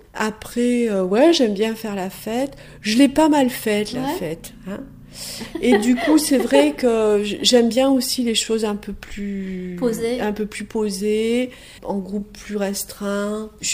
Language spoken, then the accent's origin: French; Ussel, Nouvelle-Aquitaine, France; also born or lived in Bergerac / Étampes / Bordeaux; Donc je suis née à Bergerac, après j'ai vécu à Étampes dans la région parisienne, puis après à Bordeaux, et puis quand on a quitté Bordeaux, on a été à Ussel, en Corrèze.